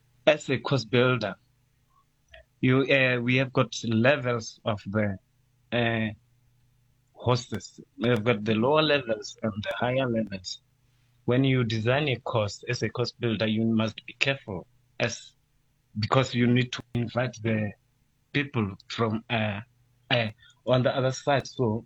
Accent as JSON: {"language": "English", "region": "Limpopo", "country": "South Africa", "tie": "born or raised there", "moved": "as an adult", "lives_now": "Gauteng, South Africa", "said": "I was born and raised in Limpopo, in a village called Amalvo."}